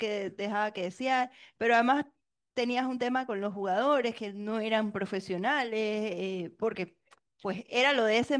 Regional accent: Panama; Y creo que esto nos pone en la palestra como panameños

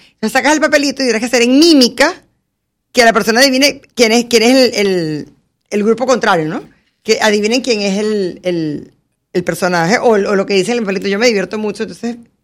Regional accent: Venezuela; En Venezuela le decimos pendrive.

